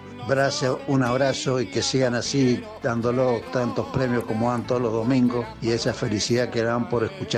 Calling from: Godoy Cruz, Mendoza, Argentina; de acá de Goicruz

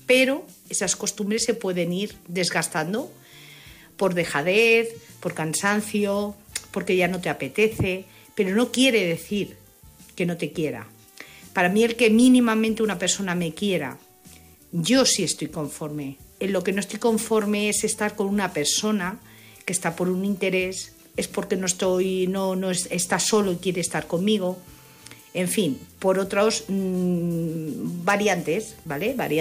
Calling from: Madrid, Community of Madrid, Spain; de Madrid.

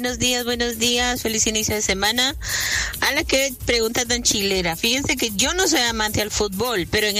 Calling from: Villa Canales, Guatemala Department, Guatemala; desde esta hermosa carretera de Villa Canales.

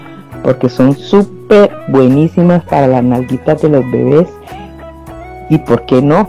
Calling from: Pavas, San José, Costa Rica

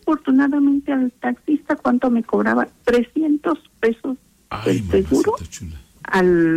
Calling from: Oaxaca, Mexico; Estoy acá en la ciudad de Oaxaca, soy oaxaqueño.

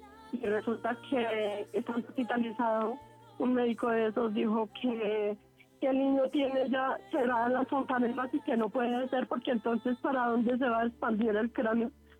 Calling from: Bogotá, Colombia; Yo estoy acá, pues estoy acá en Ciudad Bolívar. Yo vivo acá en Ciudad Bolívar, zona 19.

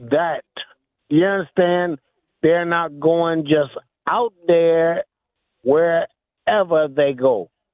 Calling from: Detroit, Michigan, United States; I am from Detroit

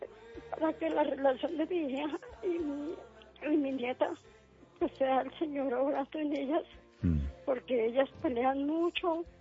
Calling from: Bogotá, Colombia; Aquí en la localidad, Fuentibú.

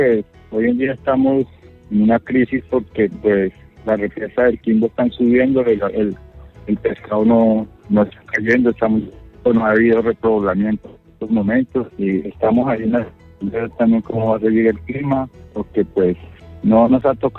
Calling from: Huila, Colombia; nosotros agremiamos a más de 7 asociaciones aquí en el centro del Huila.

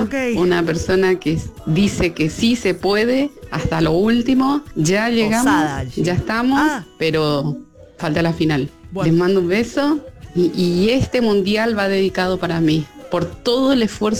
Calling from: Florencio Varela, Buenos Aires Province, Argentina; hablas acá … de Florencia Varela.

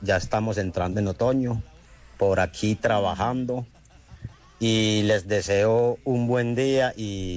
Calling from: Sweden; Les hablo desde Suecia

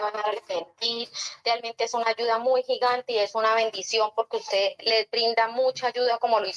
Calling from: Chivor, Boyacá, Colombia; yo le llamo acá desde una vereda de Chiborboya acá. La verdad, pues, nosotros estamos, pues, muy agradecidos con usted. Somos campesinos, agricultores.

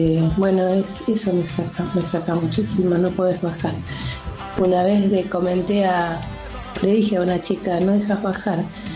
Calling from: Buenos Aires, Argentina; de Parque de Patricia.

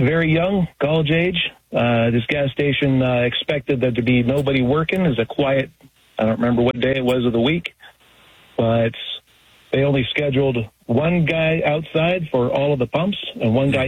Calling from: Bend, Oregon, United States; listening to your radio station on KBND here in Bend

